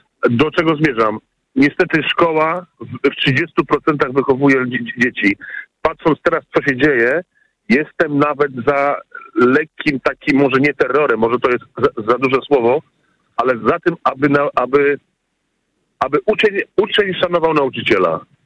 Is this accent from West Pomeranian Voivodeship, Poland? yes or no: no; Warsaw, Masovian Voivodeship, Poland; ja mam 46 lat, wychowałem się w Warszawie